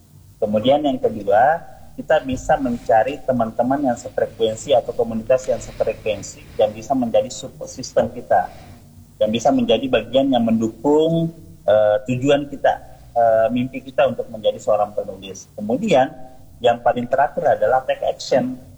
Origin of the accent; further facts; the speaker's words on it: Tarakan, North Kalimantan, Indonesia; Ya, saya dari Tarakan, Kak.